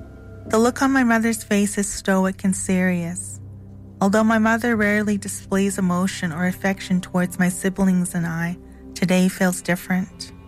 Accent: Alberta, Canada; I am from Ghana, First Nation, Alberta. I am a residential school survivor who attended the St. Mary's Residential School

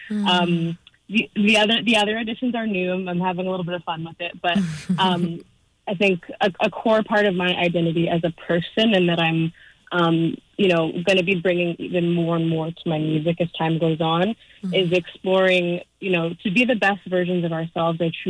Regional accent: Calgary, Alberta, Canada; moved away as an adult; now in Los Angeles, United States; I'm originally from Calgary, very proud to be born and raised Calgarian. We're quite rare. Heavily identify as a prairie girl, and I spend most of my time in Los Angeles now, where I also have roots.

